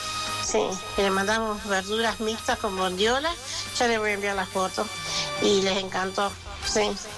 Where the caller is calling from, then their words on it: Santiago del Estero, Argentina; Estoy escuchando … de Cerro, Santiago del Estero.